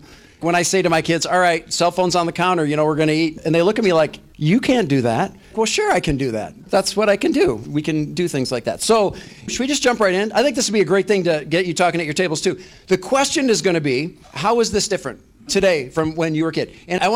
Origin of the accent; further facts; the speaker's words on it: Lincoln Park, Michigan, United States; And we grew up in Lincoln Park, Michigan, on a 1,000-square-foot home with one main bathroom.